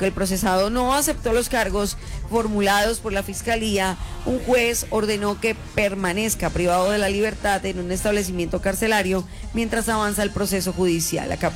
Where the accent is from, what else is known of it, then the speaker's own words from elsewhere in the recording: Tolima, Colombia; yo soy del Tolima. Ya estoy hablando como mexicano, güey.